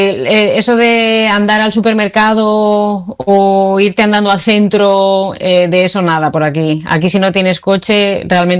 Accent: Burgos, Castile and León, Spain; accent: castellana; moved away as an adult; now in Chattanooga, United States; No, soy de la capital.

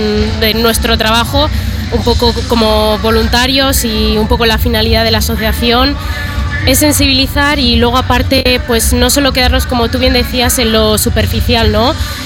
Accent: Bilbao, Basque Country, Spain; yo no resido aquí en Burgos, yo soy de Bilbao

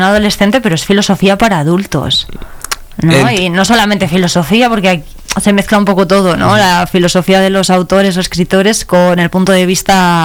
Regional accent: Cevico de la Torre, Castile and León, Spain; pero son de Cevico de la Torre, que es mi pueblo, así que de Cevico vamos a hablar también.

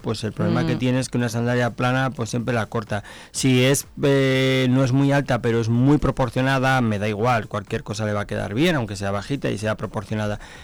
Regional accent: Pamplona, Navarre, Spain; now in Zamora, Spain; Yo sé que muchas veces, como soy de Pamplona, aunque llevo aquí, ya soy zamorano.

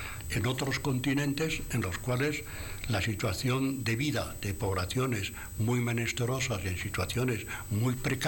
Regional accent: Spain

